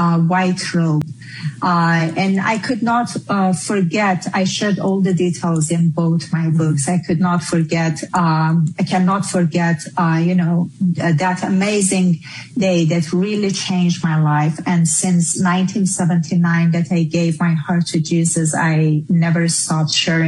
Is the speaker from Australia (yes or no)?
no; Iran; first language Persian; English is a second language; moved away; my native language Farsi